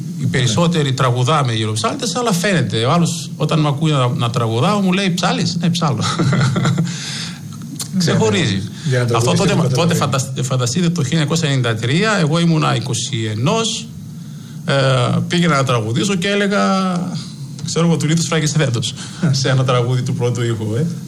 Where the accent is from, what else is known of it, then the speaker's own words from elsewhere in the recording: Greece; Μόλις ακούγανε ότι είμαστε από την Ελλάδα το δάκρυ ήτανε, τι να πω.